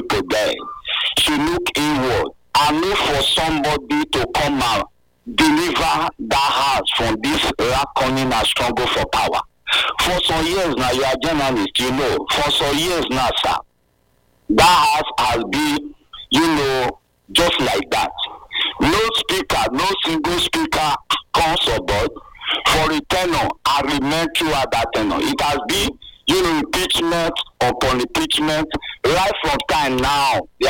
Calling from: Benin City, Edo, Nigeria; from Benin.

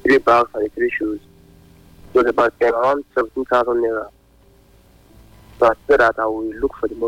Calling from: Benin; I'm calling from Benin.

